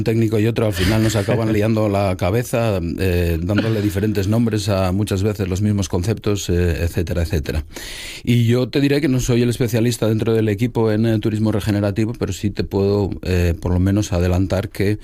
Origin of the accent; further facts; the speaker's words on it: Asturias, Spain; yo soy asturiano, quería barrer un poquito para casa